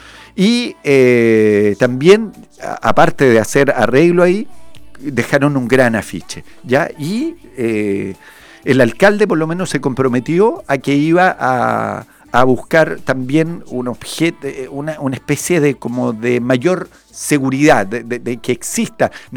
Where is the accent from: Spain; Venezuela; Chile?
Chile; no podemos como chilenos permitir cosas tan, tan burdas